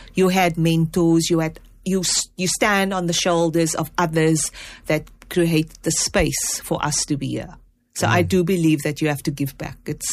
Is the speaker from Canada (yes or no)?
no; South Africa; because we are also people and we are also South African and we come from communities.